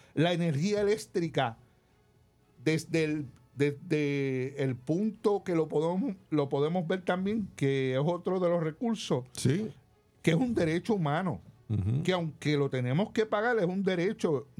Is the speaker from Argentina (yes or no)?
no; Puerto Rico